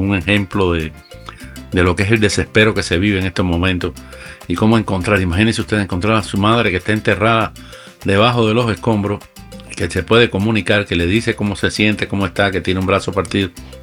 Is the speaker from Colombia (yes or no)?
no; Venezuela; Ahora mismo todos somos venezolanos, hay que rescatar la mayor cantidad posible.